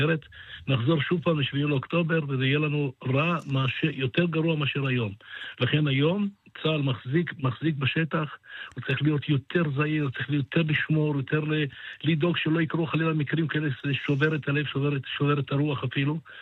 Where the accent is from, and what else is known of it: Northern Israel, Israel